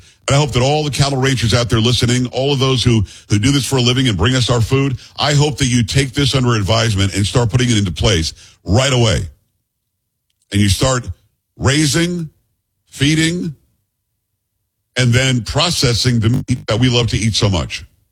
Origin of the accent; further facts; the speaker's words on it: Florida, United States; when I grew up in South Florida